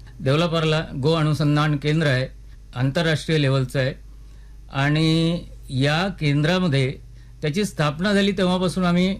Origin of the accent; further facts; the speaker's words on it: Maharashtra, India; माझं गाव रामटेक तालुक्यामध्ये एक छोटंसं मौदी नावाचं आहे. तोतलाडो पेच प्रकल्प अंतर्गत हे गाव समाविष्ट आहे. या गावात माझा जन्म झाला